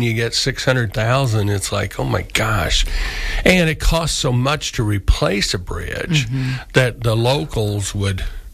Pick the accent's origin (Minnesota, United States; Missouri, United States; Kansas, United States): Kansas, United States; Morganville; Morganville, which mm-hmm. I left out, my hometown